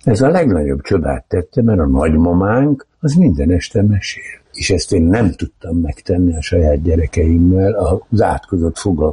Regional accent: Tatabánya, Komárom-Esztergom, Hungary; born there; Igen, ott születtem, de valójában nem tatabányaiak vagyunk, hanem Az Üllői út 105-ben volt a lakás

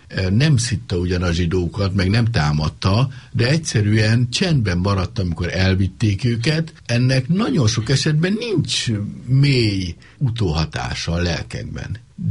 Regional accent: Nyíregyháza, Szabolcs-Szatmár-Bereg, Hungary; born or raised there

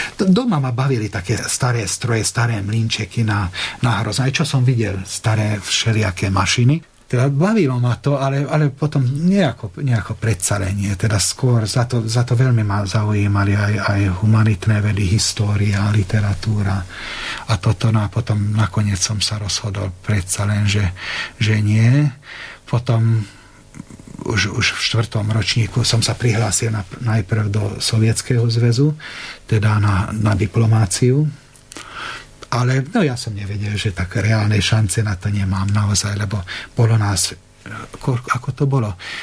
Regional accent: Hungary; ten svet bol iný, ale síce áno, to ovzdušie bolo horšie tam vtedy, aj to politické, aj všelijaké, ako bolo doma v Maďarsku.

